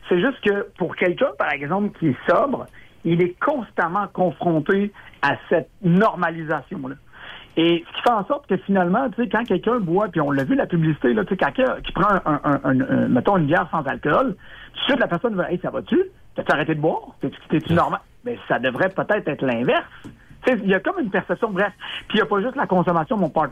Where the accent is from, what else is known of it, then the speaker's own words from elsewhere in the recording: Quebec City, Quebec, Canada; now in Saguenay, Canada; C'est nous autres, on vient de Québec. Fait qu'on, on est entre les deux.